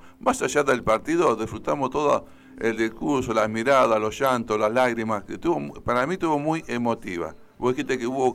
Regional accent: Argentina

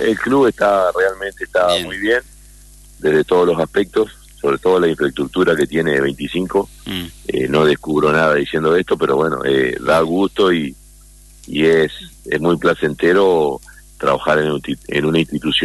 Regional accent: Cerrito, Entre Ríos, Argentina; now in Paraná, Argentina; Mira, yo soy oriundo de Cerrito. Ajá. Vivo en Paraná hace casi 30 años. Así que mi residencia es paranaense.

